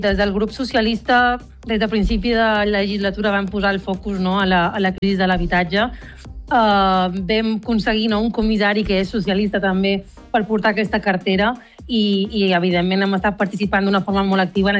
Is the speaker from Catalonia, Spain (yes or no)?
no; Palma, Balearic Islands, Spain; jo que vinc de les Illes Balears, de Palma, ja m'agradaria a mi tenir un alcalde tan valent